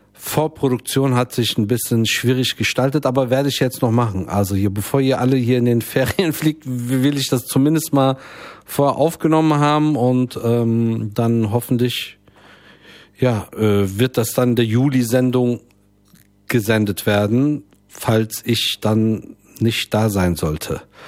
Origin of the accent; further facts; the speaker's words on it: Frankfurt, Hesse, Germany; Und das sage ich als gebürtiger Frankfurter, der aus diesem Dorf irgendwie nie rausgekommen ist, so wirklich.